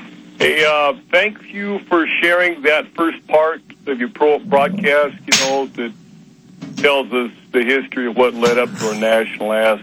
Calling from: Washington, United States; I'm a caller from Washington State.

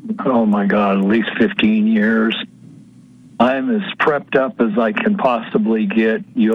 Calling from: Idaho, United States; in Idaho.

